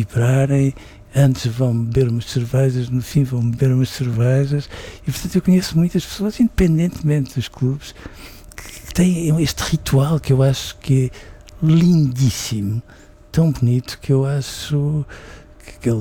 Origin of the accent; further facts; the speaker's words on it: Leiria, Centro, Portugal; born there; E Leiria era uma cidade muito estranha.